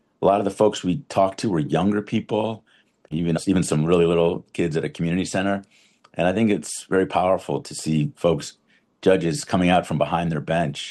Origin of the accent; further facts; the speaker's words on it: New Rochelle, New York, United States; born or raised there